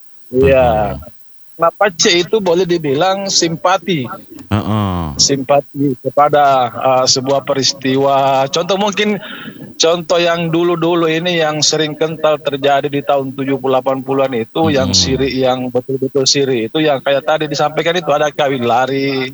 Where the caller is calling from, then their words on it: Makassar, South Sulawesi, Indonesia; kita di Makassar